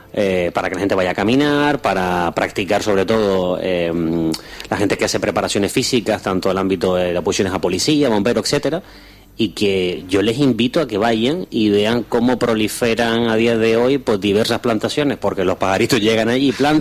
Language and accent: Spanish; Santa Lucía de Tirajana, Canary Islands, Spain; somos vecinos de Santa Lucía